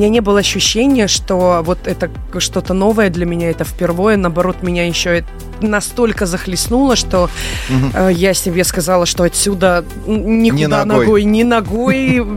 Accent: Vitebsk, Vitebsk Region, Belarus; also born or lived in Orsha; я по распределению, в Витебске я училась, я сама родом из Витебска, а по распределению я попала в Оршу.

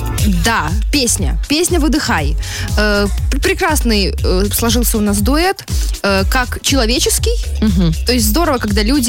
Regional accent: Belarus; как и все белорусы

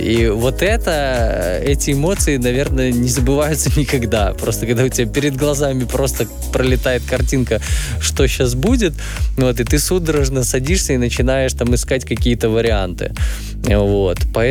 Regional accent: Braslaw, Vitebsk Region, Belarus; мы сами из Браслава.

